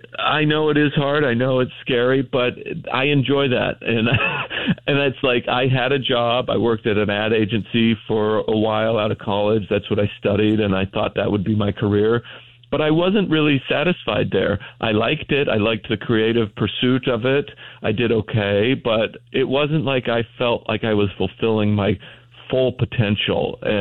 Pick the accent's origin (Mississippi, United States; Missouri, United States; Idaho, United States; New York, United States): Idaho, United States; moved away as an adult; also born or lived in Utah; I grew up in a tiny little town in Idaho, a little farming town, a potato farming town in southeast Idaho, about 1,000 people.